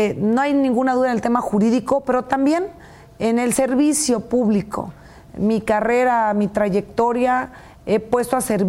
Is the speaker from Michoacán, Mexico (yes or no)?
no; Nayarit, Mexico; A Nayarit y a orgullosamente a mi pueblo y a mi municipio allá en la sierra.